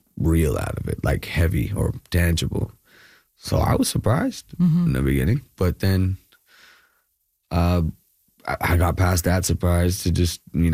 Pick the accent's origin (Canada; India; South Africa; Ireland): India; Kerala; now in Bangalore, India